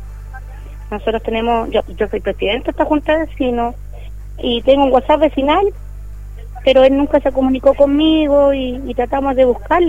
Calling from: Coronel, Biobío, Chile; De Población Libertad, de Coronel

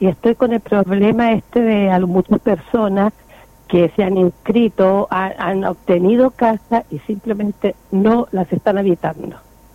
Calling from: Campanario, Chile; Tengo 82 años, vivo en Campanario.

